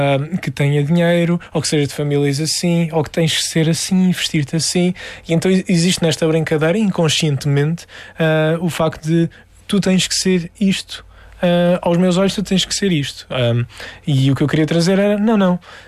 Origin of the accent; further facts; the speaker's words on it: Algarve, Portugal; eu sou algarvio